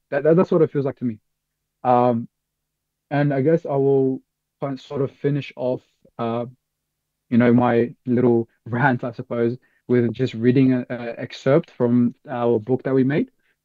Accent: Australia; Because everywhere I go, especially growing up in Australia, like everywhere I go

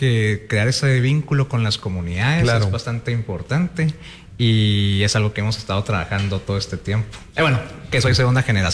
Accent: Guatemala; fundamental y es importante no solo para la cultura, sino también para la identidad que tenemos como guatemaltecos.

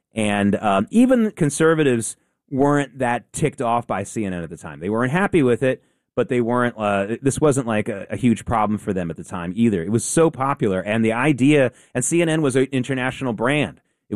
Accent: the South, United States; when I was growing up in the South, every soda was called Coke.

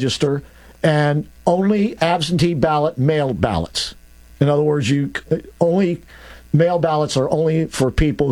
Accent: Georgia, United States; born there; now in Florida, United States; because I was born in Georgia, I actually had to send back to the county where I was born to get an official birth certificate.

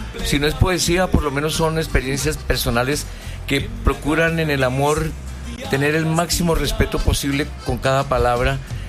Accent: Fusagasugá, Cundinamarca, Colombia; also born or lived in Melgar, Tolima; yo nací en Melgar, departamento del Tolima, Pero mi mamá se separa de mi papá y de 3 añitos ella nos trae a Fusagasugá, a la casa de los abuelos. Entonces yo estudié, viví mi infancia, mis estudios primarios en la ciudad de Fusagasugá

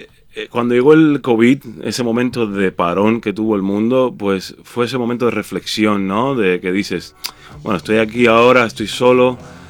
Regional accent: Cuba; now in Madrid, Spain; en el mundo cubano, de donde yo vengo, porque yo soy cubano

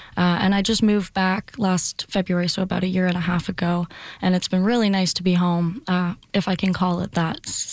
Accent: Ottawa, Ontario, Canada; born there; I was born in Ottawa. My mom worked for the embassy, so we traveled my whole childhood, graduated school, went into Halifax, and then I ended up bopping around Canada for about 10 years.

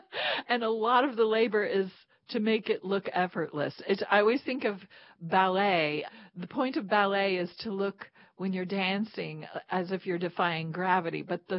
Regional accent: Kentucky, United States; born or raised there

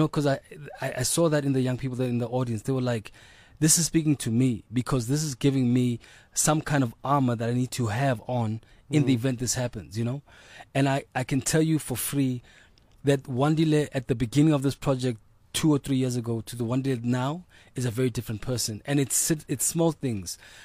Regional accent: South Africa; also born or lived in Butterworth; as a South African

